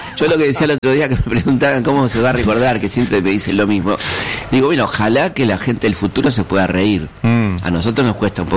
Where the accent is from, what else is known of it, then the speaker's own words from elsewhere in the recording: Argentina; porque somos argentinos